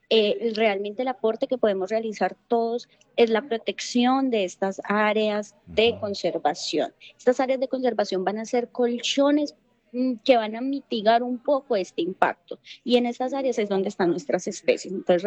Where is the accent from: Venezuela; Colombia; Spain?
Colombia; Huila; muy orgullosos como huilenses y como como colombianos